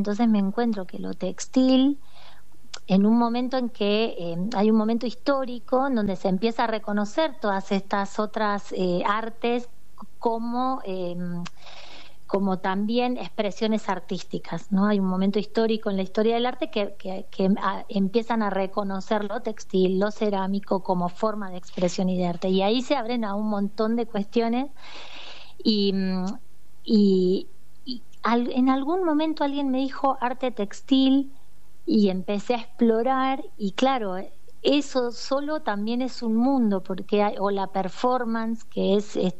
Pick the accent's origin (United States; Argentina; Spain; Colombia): Argentina; Florencio Varela, Buenos Aires Province; moved away as an adult; also born or lived in Trelew; Yo soy oriunda de Buenos Aires, de Florencio Varela, de la zona sur de Buenos Aires. Y a los 23 años decidí venirme al sur.